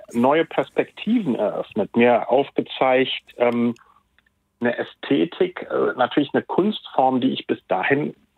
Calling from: Cologne, North Rhine-Westphalia, Germany; ich rufe als Kölner natürlich mit einem lachenden und einem weinenden Auge

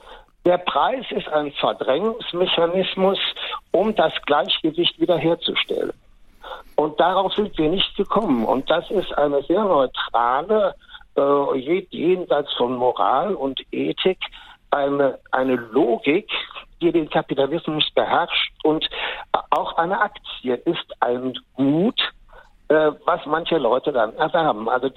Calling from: Cologne, North Rhine-Westphalia, Germany; Ich rufe aus Köln an, 83 Jahre.

